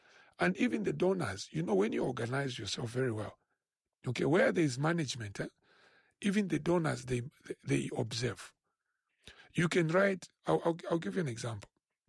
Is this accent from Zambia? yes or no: yes; Lusaka, Lusaka Province, Zambia; I grew up in Chawama. I'm the son of Chawama.